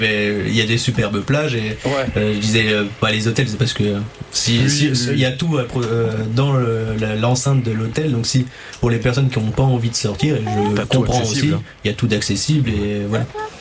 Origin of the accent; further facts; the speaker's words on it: Bar-le-Duc, Grand Est, France; born there; Je suis né à Bar-le-Duc